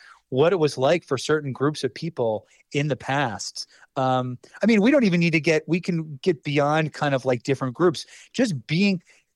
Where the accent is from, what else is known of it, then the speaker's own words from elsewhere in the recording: United States; My idea of what of July 4th means, and my pride in being American has nothing to do with what Donald Trump is doing.